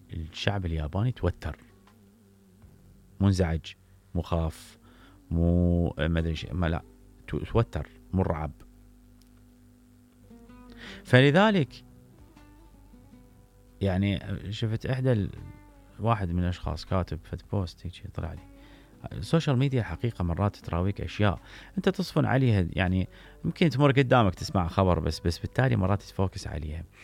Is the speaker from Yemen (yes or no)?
no; Iraq; أنت كمواطن عراقي